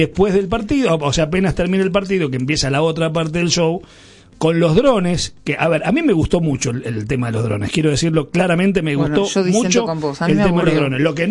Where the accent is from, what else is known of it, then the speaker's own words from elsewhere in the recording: Argentina; somos Argentina